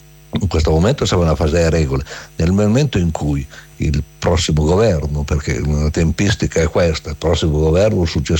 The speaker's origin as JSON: {"language": "Italian", "region": "Piedmont", "country": "Italy", "said": "Io sono piemontese"}